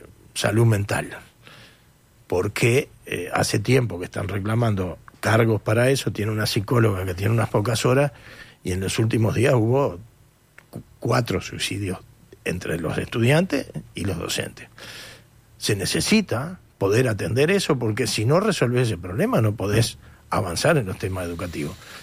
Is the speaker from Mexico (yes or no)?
no; Lavalleja, Uruguay; yo soy del departamento de La Valleja.